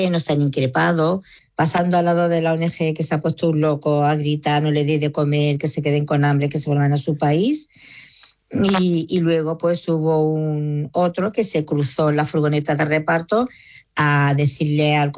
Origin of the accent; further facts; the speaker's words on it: Ceuta, Spain; Aquí hay que dejar claro que los musulmanes ceutíes somos tan españoles como el que más y somos tan patriotas con el que más.